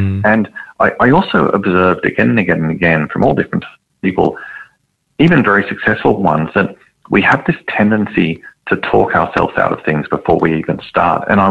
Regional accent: Sydney, New South Wales, Australia; There's a woman, I'm from Sydney, there's a woman in Melbourne

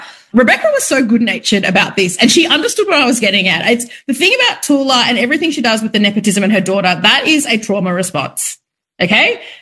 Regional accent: India; for me, it was amazing as a young person to realize the kind of rich erotic history of Indian art as an Indian person.

